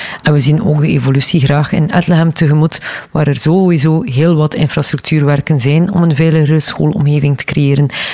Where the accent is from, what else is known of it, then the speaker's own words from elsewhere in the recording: Oudenburg, West Flanders, Belgium; ik kom van Oldenburg.